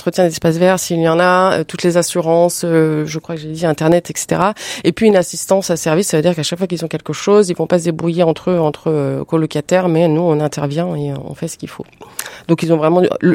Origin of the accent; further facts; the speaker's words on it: Lyon, Auvergne-Rhône-Alpes, France; Moi je suis lyonnaise, j'étais déjà sur Lyon